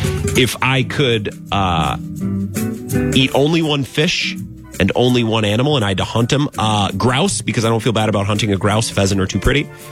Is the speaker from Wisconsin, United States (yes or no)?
yes; Chippewa Valley, Wisconsin, United States; born there; also born or lived in Twin Cities, Minnesota; I hail from the Chippewa Valley and from the Twin Cities.